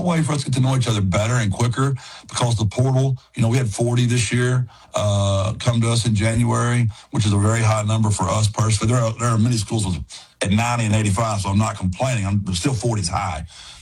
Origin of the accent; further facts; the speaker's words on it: Texas, United States; I'm from East Texas, right? So to barbecue a brisket and ribs is like a real prideful thing in East Texas.